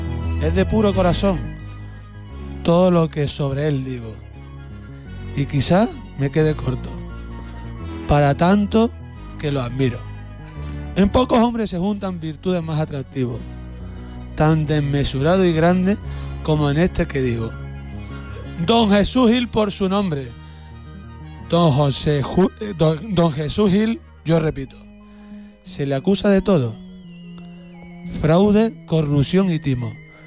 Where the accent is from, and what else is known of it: Andalusia, Spain